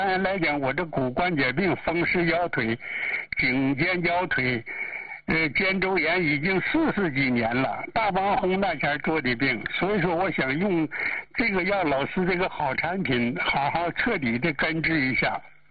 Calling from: Changchun, Jilin, China; ，今年81岁高龄了。

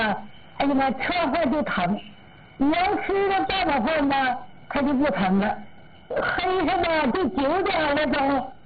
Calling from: Jilin, China; 我是吉林的高冷的士。

